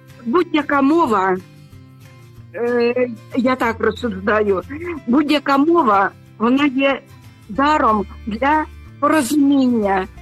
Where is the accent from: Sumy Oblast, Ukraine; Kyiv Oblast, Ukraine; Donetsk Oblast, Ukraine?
Sumy Oblast, Ukraine; now in Denmark; передаю своє вітання на мою рідну Україну, на мою рідну Сумщину, в мою рідну церкву Різдва.